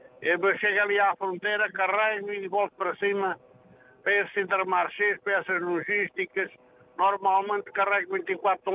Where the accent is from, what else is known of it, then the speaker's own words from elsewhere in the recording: Oleiros, Centro, Portugal; Eu sou de Oleiros, da Beira Baixa.